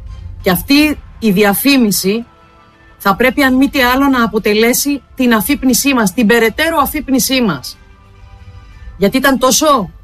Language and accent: Greek; Greece